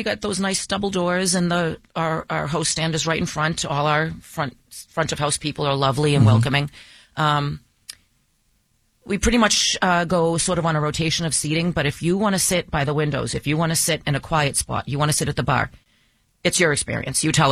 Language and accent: English; Everett, Massachusetts, United States; we are from this area. I grew up in Everett.